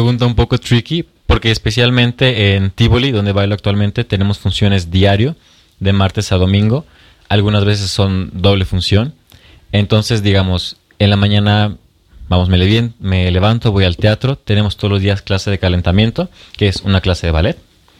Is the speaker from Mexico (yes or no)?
yes; Mexico; este apapacho que nosotros tenemos mucho como mexicanos. Por supuesto, la familia se extraña muchísimo.